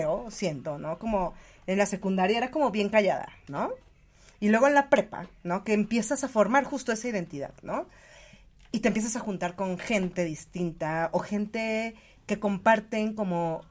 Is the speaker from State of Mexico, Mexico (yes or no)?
yes; Ecatepec, State of Mexico, Mexico; yo nací, crecí en Ecatepec.